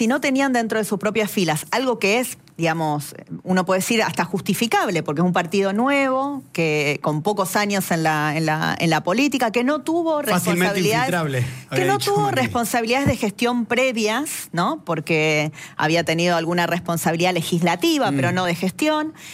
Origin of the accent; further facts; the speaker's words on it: Argentina; nos trajo alivio como argentinos.